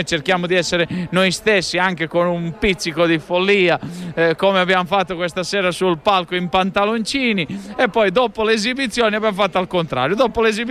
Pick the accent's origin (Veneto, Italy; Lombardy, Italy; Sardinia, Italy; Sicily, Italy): Sicily, Italy; saremo ospiti sia in Sicilia, la mia terra